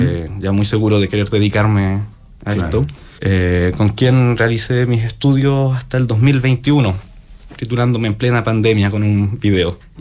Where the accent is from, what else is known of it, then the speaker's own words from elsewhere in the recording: Coquimbo, Chile; also born or lived in La Serena; yo estuve en una escuela de música en La Serena, sí. Soy de Coquimbo, y estuve 3 años ahí.